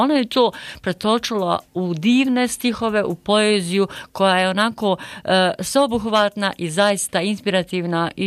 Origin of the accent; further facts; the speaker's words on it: Konjic, Federation of Bosnia and Herzegovina, Bosnia & Herzegovina; born there; ja sam rođena u Konjicu, živim u Najliđi, a radim kao nastavnica u osnovnoj školi Kiseljak 1 u Kiseljaku.